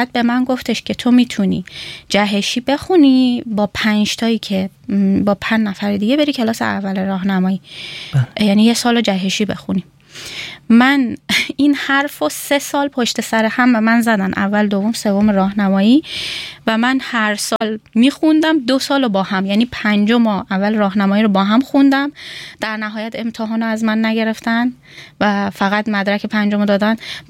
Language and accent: Persian; Iran; moved away as an adult; now in Germany; اول قرار بود که در مورد زندگیم تو ایران توضیح بدم